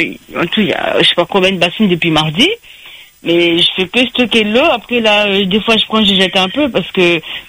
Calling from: Saint-Pierre, Réunion; Je suis de Saint-Pierre.

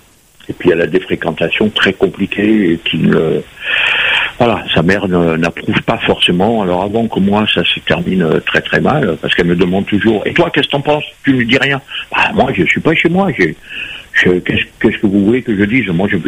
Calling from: France; Alors, je suis en métropole. J'ai 73 ans.

